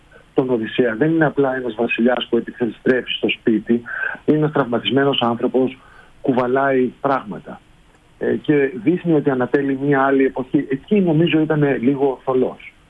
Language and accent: Greek; Greece; επειδή είμαστε Έλληνες